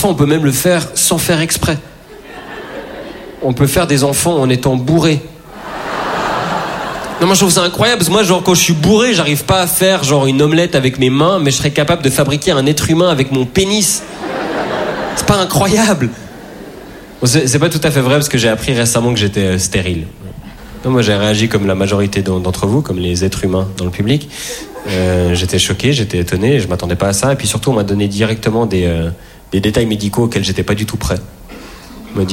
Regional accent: Switzerland; C'est pas parce que je suis suisse que je peux pas avoir froid, quoi.

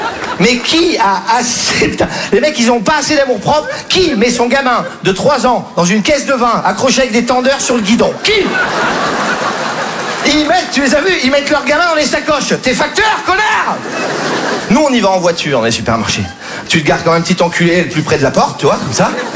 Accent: France; j'ai 28 ans, d'accord. Je suis français d'origine tunisienne. Parce qu'en fait, ma mère est française

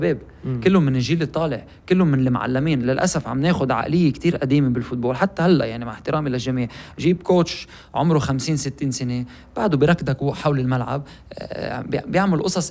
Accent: Lebanon; انا سوري بقول لهم بلعب يمكن باقل دوري بالعالم اللي هو نحن بلبنان

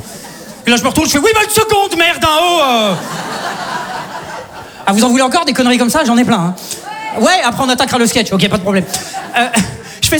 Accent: Saint-Etienne, Auvergne-Rhône-Alpes, France; Tu vois, moi, je viens de Saint-Etienne. Tu vois. Globalement, chez nous, t'as faim, tu prends une arbalète, tu vas chasser, ça s'arrête là, quoi.

